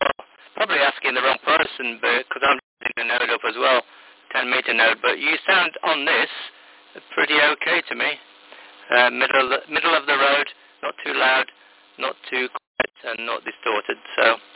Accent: East Midlands, United Kingdom; now in West Sussex, United Kingdom; I come from Derbyshire, so I'm a bit of a Derby County supporter.

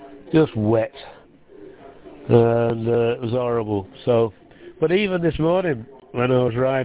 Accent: North West England, United Kingdom; now in Australia; you probably picked up the accent. I'm originally from the Greater Manchester area.

